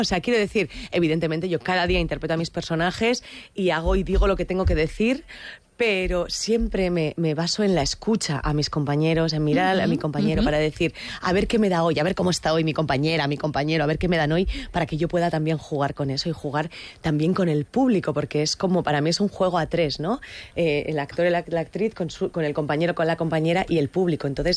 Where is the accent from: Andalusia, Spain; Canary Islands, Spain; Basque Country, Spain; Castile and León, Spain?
Basque Country, Spain; Eibar; yo soy vasca también, soy de Eibar, uh-huh, he hecho mucha carrera aquí en Euskadi, he trabajado mucho aquí y también he trabajado en Madrid en mis últimos años de carrera.